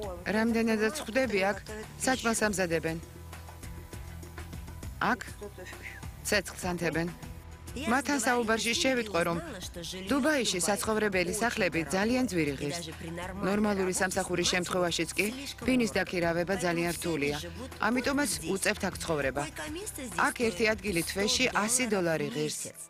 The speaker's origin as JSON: {"language": "Georgian", "country": "Ukraine", "said": "ჩვენ უკრაინიდან ვართ."}